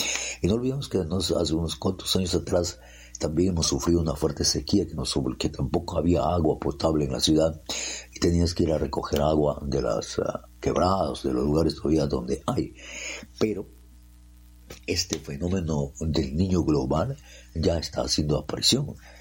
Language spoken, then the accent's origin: Spanish; Peru; Si somos peruanos y amamos a nuestra patria, no necesitamos invitación para ir a desfilar.